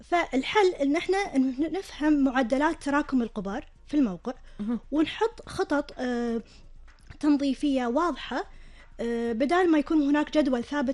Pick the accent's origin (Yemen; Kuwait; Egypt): Kuwait; عندنا في الكويت